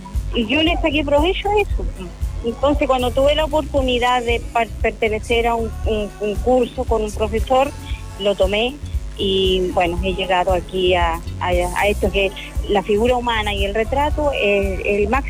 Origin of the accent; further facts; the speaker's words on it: Arauco, Biobío, Chile; Fíjese que en Arauco, yo no soy profeta en mi tierra, he hecho exposiciones en Arauco, pero no sola, como aquí.